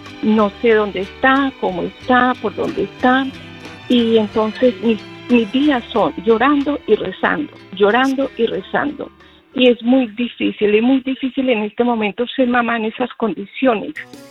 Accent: Medellín, Antioquia, Colombia; Pero de Medellín.

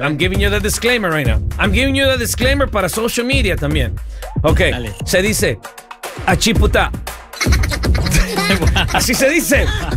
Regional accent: Los Angeles, California, United States; Porque I grew up in Koreatown.

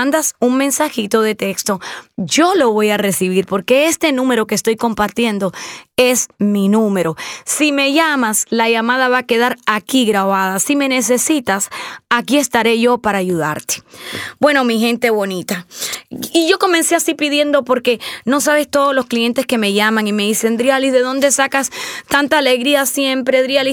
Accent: Cuba; Y yo soy cubana, y las poesías de José Martí yo me las recitaba en ese momento

